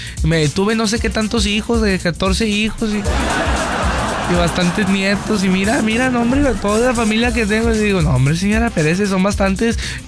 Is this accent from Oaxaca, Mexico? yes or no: no; Montemorelos, Nuevo León, Mexico; yo no soy de Nuevo Laredo. A mí pregúntenme de naranjas y cosas así de allá de Montemorelos y les digo.